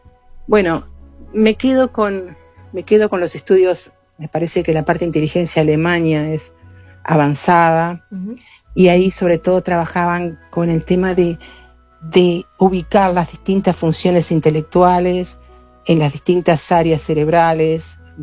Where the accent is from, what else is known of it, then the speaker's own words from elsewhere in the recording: San Gregorio de Polanco, Tacuarembó, Uruguay; also born or lived in Montevideo; yo nací en Montevideo y pasé mi primera infancia en Tacuarembó, en San Gregorio de Polanco.